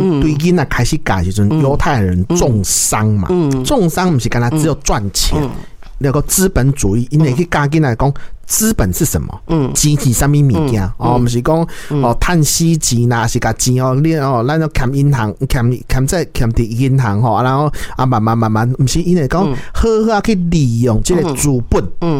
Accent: Taiwan; 我们台湾人最讨厌的 Kissinger 基辛格也是犹太人，

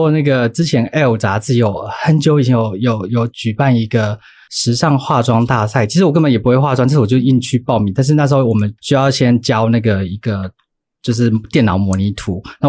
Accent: Taichung, Taiwan; moved away as an adult; 因为我又在台北读书，因为我台中人。

